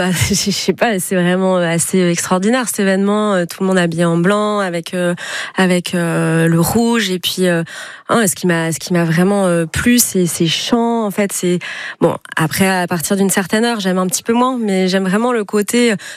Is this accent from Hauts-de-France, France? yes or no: yes; Hauts-de-France, France; déjà, je suis du Nord, donc, j'ai quand même un petit attachement pour le mauvais temps.